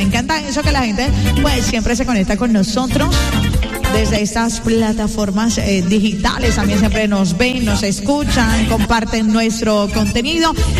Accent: Cartagena, Bolívar, Colombia; como buenos cartageneros nos ponemos la mano en el corazón.

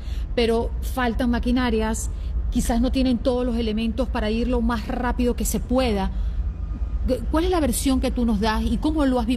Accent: Venezuela; Entonces, nosotros que somos venezolanos entendemos la broma, el chalequeo, el momento jocoso

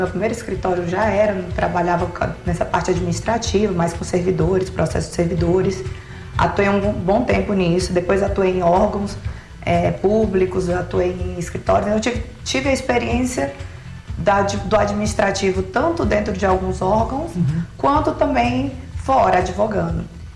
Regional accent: Piauí, Brazil; moved away as an adult; now in Brasília, Brazil; eu sou do Piauí. Uhum. Formei na Estadual do Piauí e logo que formei já vim para Brasília.

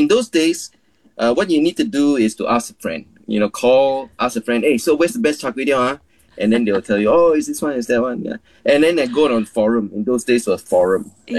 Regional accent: Singapore; Well, look, I'm Singaporean, right? So I grew up eating all these foods.

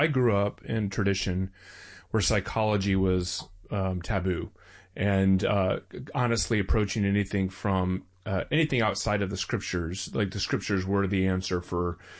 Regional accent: the South, United States; I was very sheltered in the sense that I grew up in the South for the most part. Very monocultural

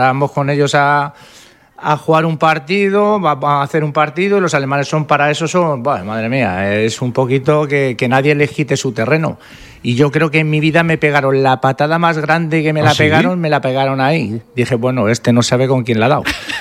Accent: A Coruña, Galicia, Spain; Y yo decía, joder, pues yo vengo de Coruña y el sol no lo he visto ni en pintura.

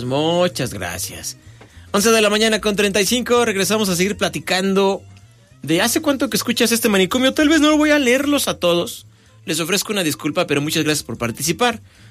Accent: Monterrey, Nuevo León, Mexico; now in Querétaro, Mexico; tengo 2 años escuchándolo, soy regio, tengo 40 años y cumplí 15 viviendo en Querétaro.

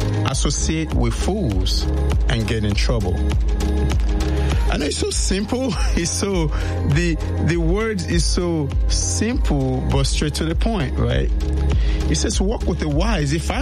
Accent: Nigeria; moved away; growing up in Nigeria, from a Yoruba group, I'm a Yoruba person.

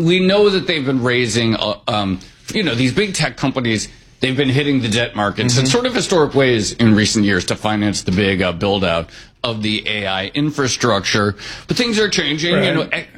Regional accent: New York, United States; Obviously, I have the Texas side of my family, but I'm a New Yorker. I've lived here.

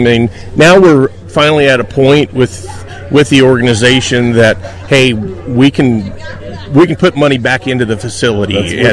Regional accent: Hermiston, Oregon, United States; also born or lived in Pendleton; grew up in this community. I'm from Hermiston

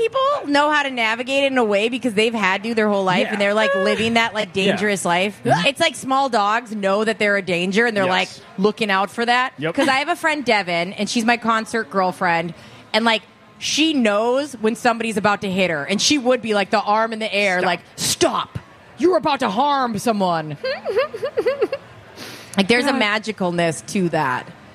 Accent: Minnesota, United States; Because I'm Minnesotan.

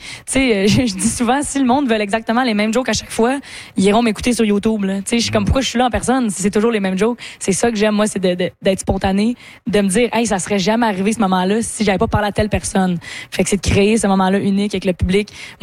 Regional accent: L'Orignal, Ontario, Canada; Je peux dire que c'est un peu ma région, puisque je viens de l'Orignal, dans l'est de l'Ontario.

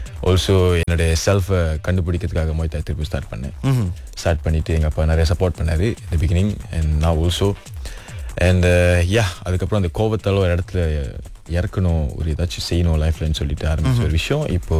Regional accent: Penang, Malaysia; நான் பிணைங்களை பிறந்து வளர்ந்து பிணைங்களை தான்.

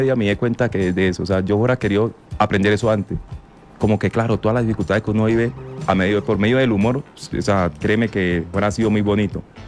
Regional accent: Antioquia, Colombia; porque uno dice, ah, yo soy de Urabá.

